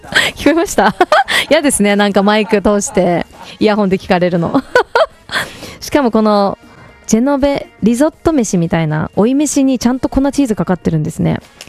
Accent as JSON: {"language": "Japanese", "town": "Hyuga", "region": "Miyazaki", "country": "Japan", "tie": "born or raised there", "moved": "yes", "said": "FM 広場から聞いてるということで、私の地元でございますね。"}